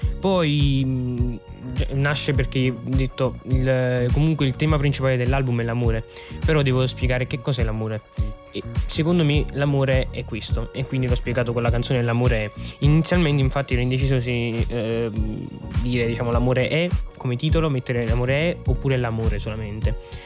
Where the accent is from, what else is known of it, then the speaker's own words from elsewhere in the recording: Avellino, Campania, Italy; moved away as an adult; now in Naples, Italy; Io comunque sono nato a Avellino, e Avellino è molto vicino a Napoli, quindi diciamo fin da piccolo ho sempre visto Napoli come la città, perché comunque Avellino è una città di provincia, ci conosciamo tutti rispetto a Napoli